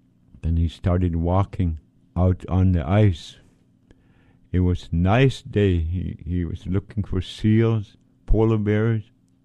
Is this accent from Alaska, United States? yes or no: yes; Point Hope, Alaska, United States; I'm an Inupiaq from Tikilak, Point Hope, Alaska.